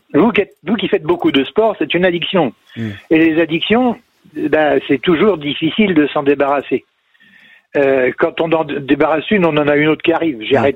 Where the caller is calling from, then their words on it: Rougé, Pays de la Loire, France; Je suis à Rouget. J'ai déménagé, mais je suis toujours à Rouget. En Loire-Atlantique.